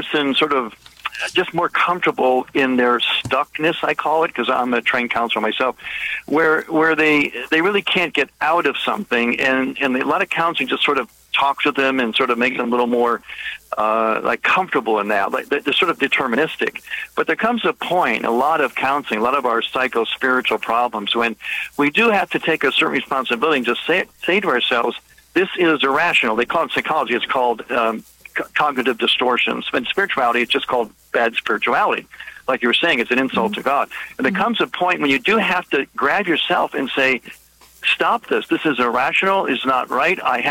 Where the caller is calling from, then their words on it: Chicago, Illinois, United States; I'm driving home. I'm just driving back to Chicago.